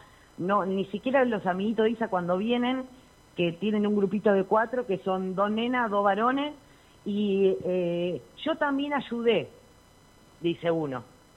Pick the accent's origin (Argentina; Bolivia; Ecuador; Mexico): Argentina; soy argentina